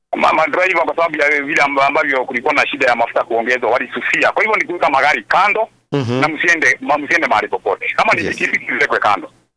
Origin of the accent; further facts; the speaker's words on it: Morogoro, Tanzania; Unajua nimetoka Moro na niko Salga.